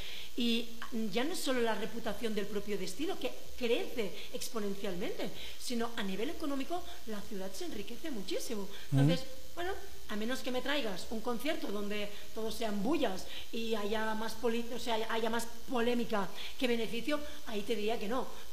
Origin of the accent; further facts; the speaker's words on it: Spain; moved away; los foráneos como yo, que yo vengo de España